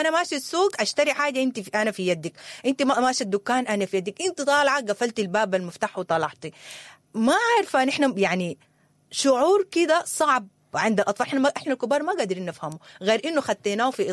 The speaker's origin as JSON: {"language": "Arabic", "country": "Sudan", "said": "نحن سودانيين ما بنقول الكلام زي ده"}